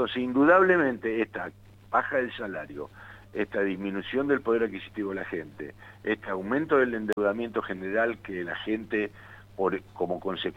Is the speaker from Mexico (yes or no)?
no; Argentina